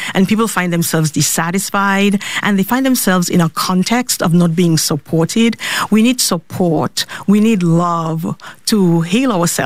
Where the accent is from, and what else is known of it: Dominica; born or raised there